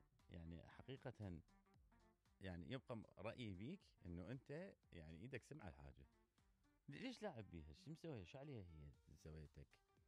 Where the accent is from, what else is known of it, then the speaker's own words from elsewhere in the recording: Iraq; كنا إحنا بغداد إحنا سكاننا المواطنين العراقيين الجميلين الرائعين الحلوين